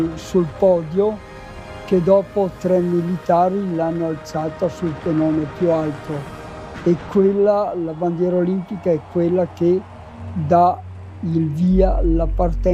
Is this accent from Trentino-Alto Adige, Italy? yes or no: yes; Castel di Fiemme, Trentino-Alto Adige, Italy; vengo da Castel di Fiemme nel Trentino.